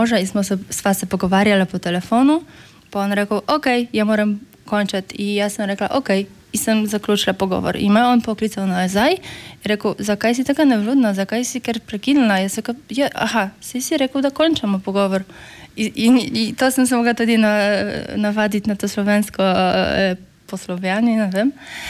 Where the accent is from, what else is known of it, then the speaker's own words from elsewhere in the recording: Poland; Slovenian is a second language; now in Slovenia; ko imam že 2 državljanstva, ko sem tukaj, se počutim kot Slovenka, počutim se doma, ampak tudi, ko pridem na Poljsko, še vedno moja identiteta, moje korenine tam ostale.